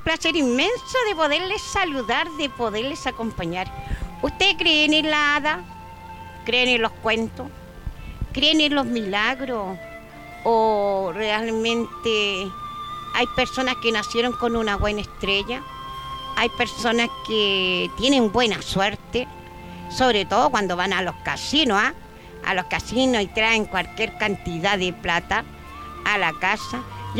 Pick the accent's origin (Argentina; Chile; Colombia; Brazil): Chile; Y la otra andando como buena chilena, sí, pues.